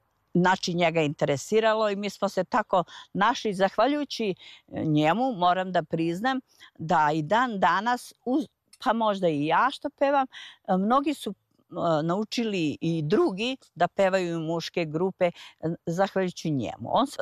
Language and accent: Serbian; Brezovica, Kosovo; born there; now in Štrpce, Kosovo; s obzirom da živim na selu i dan danas, da sam ovde u Štrpce, rođena sam na Brezovici, a udata u Štrpce